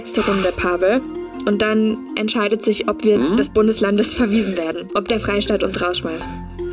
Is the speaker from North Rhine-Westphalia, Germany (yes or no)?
no; Bavaria, Germany; Genau, ich bin Oberpfälzer